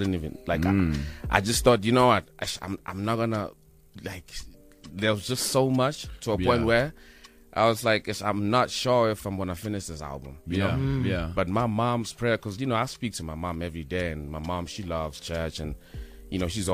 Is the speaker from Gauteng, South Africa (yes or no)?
no; Mpumalanga, South Africa; English is a second language; No, I'm actually from Denelton and Mpumalanga, but you know, Bedi people out there in Limpopo. Shout out to my Bedi people.